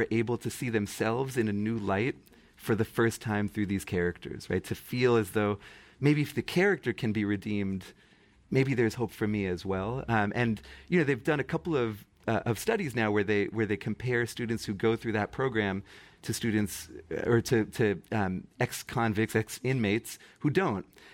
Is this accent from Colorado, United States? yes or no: no; Massachusetts, United States; So Changing Lives Through Literature was a program started in my home state of Massachusetts.